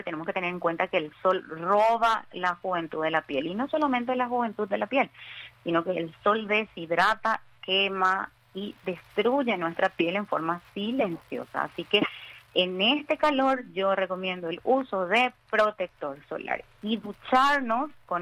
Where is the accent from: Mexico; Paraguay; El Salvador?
Paraguay; Nosotros somos paraguayos, tenemos calor siempre. Así que el hecho de vivir en Paraguay